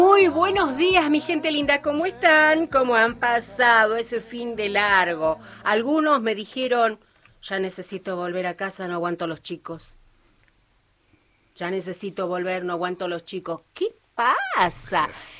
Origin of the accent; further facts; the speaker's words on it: Argentina; ¿Por qué somos así los argentinos?